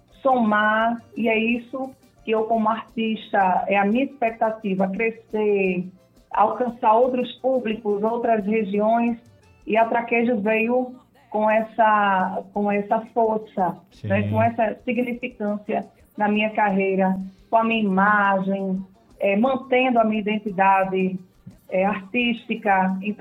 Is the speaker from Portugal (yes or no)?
no; Surubim, Pernambuco, Brazil; Diretamente de Surubim, Pernambuco, terra da vaquejada.